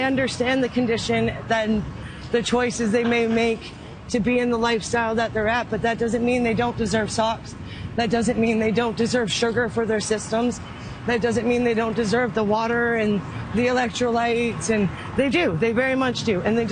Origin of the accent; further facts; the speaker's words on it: London, Ontario, Canada; I was from London, Ontario.